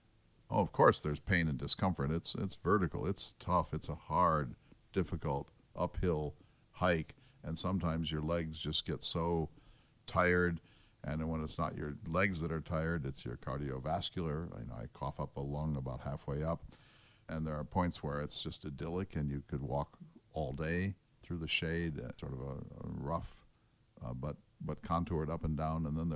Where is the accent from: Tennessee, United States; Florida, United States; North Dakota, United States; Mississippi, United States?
North Dakota, United States; Bismarck; the Missouri, which flows through my hometown of Bismarck